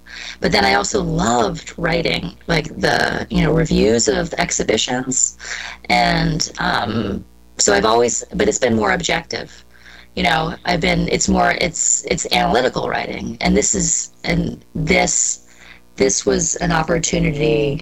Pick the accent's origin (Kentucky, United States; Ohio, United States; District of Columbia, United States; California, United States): District of Columbia, United States; Washington; I grew up in Washington, D.C.